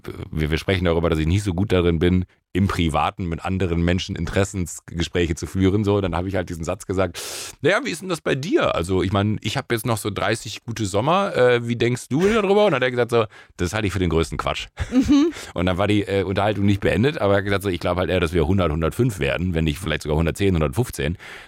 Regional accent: Rhineland, Germany; ich bin im Rheinland da groß geworden

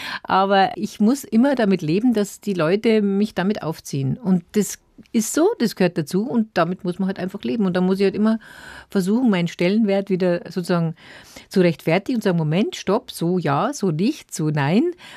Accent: Bavaria, Germany; accent: Bavarian dialect; man hat immer das Gefühl als Bayer, dass man sich immer so ein bisschen wehren muss.

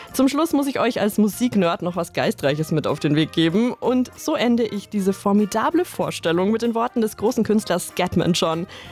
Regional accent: Bayreuth, Bavaria, Germany; Der hält mich nämlich nicht in Bayreuth, meiner Heimatstadt.

